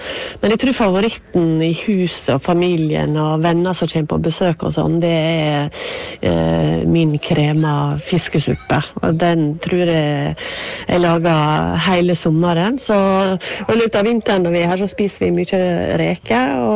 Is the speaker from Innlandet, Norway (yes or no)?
no; Møre og Romsdal, Norway; jeg er så heldig at jeg bor i et område som er mye mer stabilt enn hjemme på Sunnmøre.